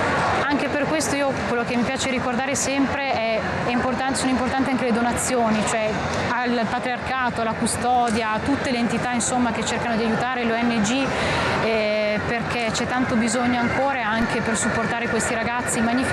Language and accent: Italian; Varese, Lombardy, Italy; moved away as an adult; also born or lived in Milan / Lugano; now in Jerusalem, Israel; sono originaria di Varese, quindi ho studiato a Varese, poi al Conservatorio Verdi di Milano, poi a Lugano ho fatto le mie lauree di musica